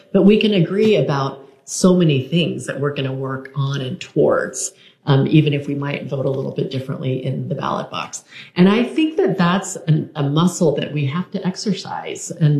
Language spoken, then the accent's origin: English; Kansas City, Missouri, United States; So growing up in Kansas City, like I said, my brother and I were always the only Asian kids in our schools